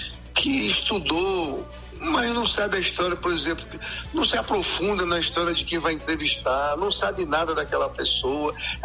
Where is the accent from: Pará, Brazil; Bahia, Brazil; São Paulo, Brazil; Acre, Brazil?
Pará, Brazil; Belém; moved away as an adult; eu sou de Belém do Pará